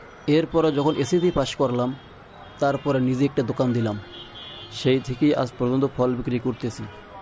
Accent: Manikganj District, Dhaka Division, Bangladesh; moved away as an adult; now in Dhaka, Bangladesh; মানিকগঞ্জ জেলার দৌলতপুর উপজেলার চরকাটের গ্রাম।

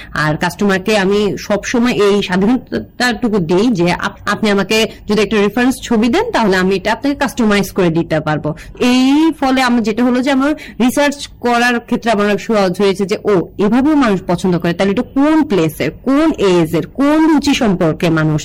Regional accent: Feni, Chittagong Division, Bangladesh; আমার বাড়ি যেহেতু ফেনীতে

